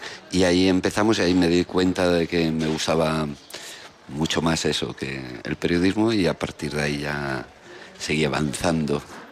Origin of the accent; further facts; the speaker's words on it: Palencia, Castile and León, Spain; moved away; also born or lived in Salamanca; yo soy de Palencia. En Palencia no había mucho teatro cuando yo era pequeño, no había nada.